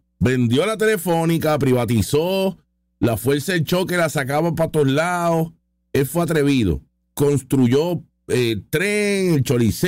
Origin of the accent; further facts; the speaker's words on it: Puerto Rico; una realidad que vivimos los puertorriqueños